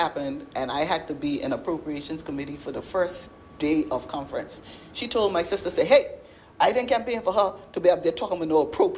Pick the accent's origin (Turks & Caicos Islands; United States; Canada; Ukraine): Turks & Caicos Islands; I'm from South Caicos